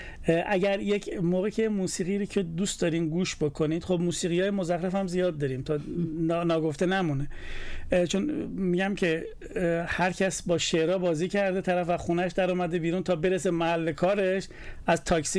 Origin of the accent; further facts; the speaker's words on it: Iran; now in outside Iran; ما ایرانی هستیم